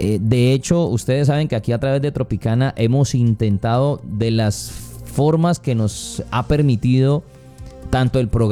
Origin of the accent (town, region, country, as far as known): Colombia